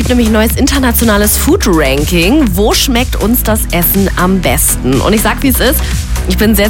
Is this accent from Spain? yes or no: yes; Spain; Und ich als Spanierin fühle mich dann natürlich komplett bestätigt.